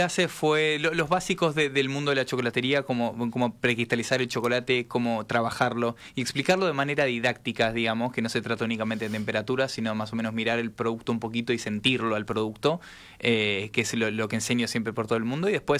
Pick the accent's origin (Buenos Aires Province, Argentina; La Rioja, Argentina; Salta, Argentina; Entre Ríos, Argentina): Salta, Argentina; Yo, como digo, siempre soy primero salteño y después argentino, ¿no?